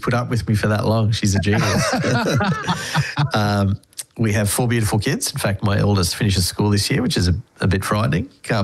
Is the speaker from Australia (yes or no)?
yes; Sydney, New South Wales, Australia; Sydney. So I grew up in Sydney, and so I went to the went to an all boys school, but then went to the local Anglican church just down the road